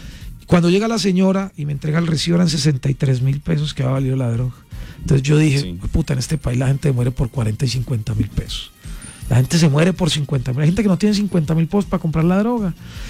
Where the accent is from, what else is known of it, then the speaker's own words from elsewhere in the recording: Riosucio, Caldas, Colombia; el único candidato a la presidencia que tiene esta tierra … riosuseño, caldense